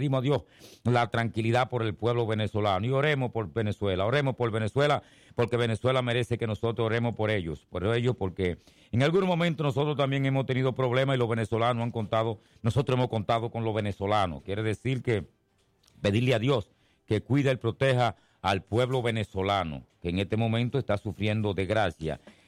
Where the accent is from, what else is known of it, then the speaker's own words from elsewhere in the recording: Dominican Republic; para que nosotros los dominicanos podamos recibir